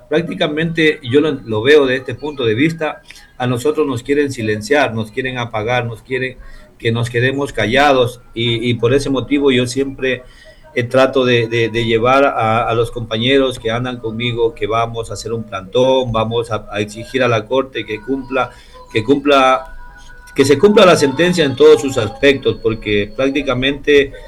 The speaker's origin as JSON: {"language": "Spanish", "country": "Ecuador", "tie": "born there", "said": "cuando era niño, porque yo nací en las Bacaleras"}